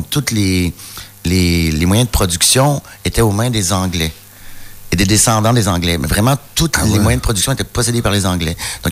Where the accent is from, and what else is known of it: Quebec, Canada